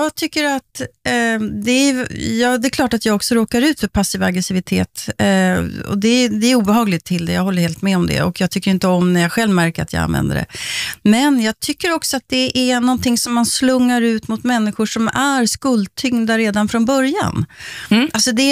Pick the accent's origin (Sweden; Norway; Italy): Sweden